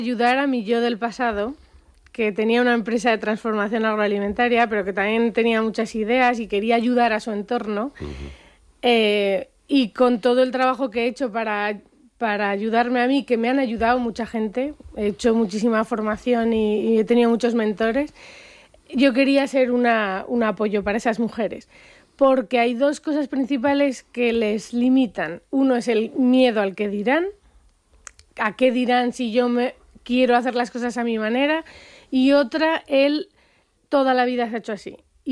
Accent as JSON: {"language": "Spanish", "town": "Leciñena", "region": "Aragon", "country": "Spain", "tie": "born or raised there", "said": "Porque en mi pueblo a las chicas se les llama galán, galana."}